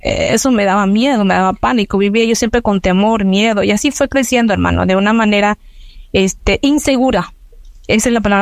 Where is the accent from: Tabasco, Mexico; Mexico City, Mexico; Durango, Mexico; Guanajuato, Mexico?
Tabasco, Mexico; Macuspana; soy originaria del estado de Tabasco, del municipio de Macuspana, pues un lugar muy hermoso